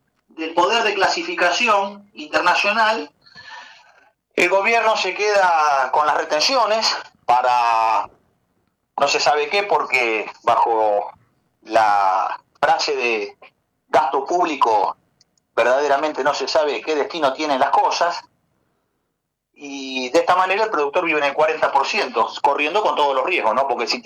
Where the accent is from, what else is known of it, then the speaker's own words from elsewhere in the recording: Argentina; los argentinos